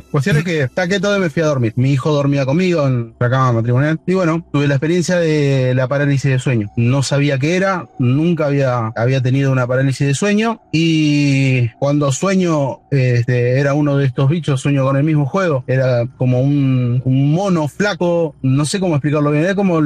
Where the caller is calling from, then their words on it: Pablo Nogués, Buenos Aires Province, Argentina; de Pablo Noés.